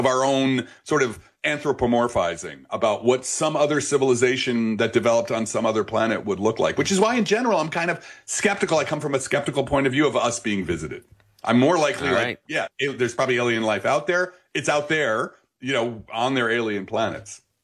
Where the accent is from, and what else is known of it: Belleville, New Jersey, United States